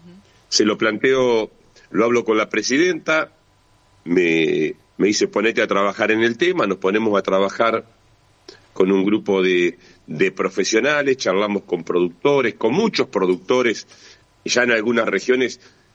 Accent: Chacabuco, Buenos Aires Province, Argentina; Yo soy de Chacabuco, las extensiones son de 100, 200, 300 hectáreas, 700.000 hectáreas, me causó un impacto.

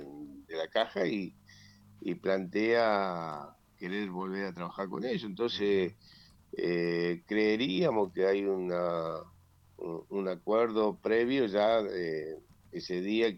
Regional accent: Río Turbio, Santa Cruz, Argentina; yo vengo de Turbio, en Turbio teníamos un problema grave, que era medicamento.

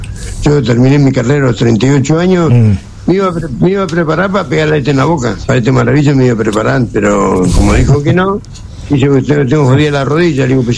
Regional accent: Argentina; yo soy argentino.

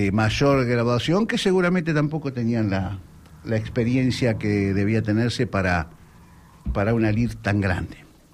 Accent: Mar del Plata, Buenos Aires Province, Argentina; born there; Pues yo nací en Mar del Plata. Me crié acá, pero nací en Mar del Plata.

